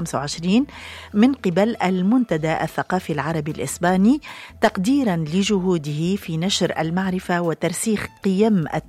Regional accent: Tunisia; مبارك هذا التتويج دكتور، ونفخر به جميعا كتونسيين.

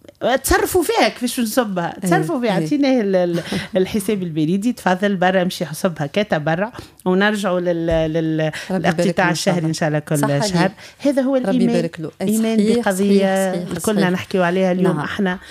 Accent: Tunisia; احنا والحمد لله التوانسة معروفين بالبهجة في مناسباتنا

